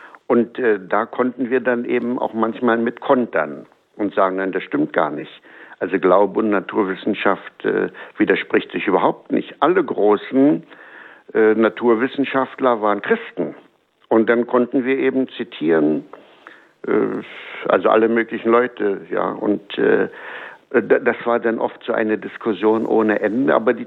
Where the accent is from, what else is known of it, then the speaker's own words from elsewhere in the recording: Herzfelde, Brandenburg, Germany; Also wir hatten bei uns in Herzfelde, wir hatten einen ganz guten Priester, der hat mich immer erinnert an den Pfarrer von Ars, ganz arm, ganz demütig, ganz fromm.